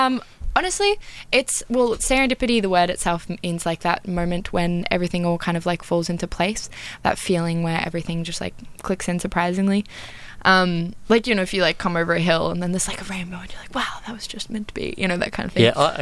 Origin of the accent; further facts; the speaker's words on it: New South Wales, Australia; I'm from Northern New South Wales.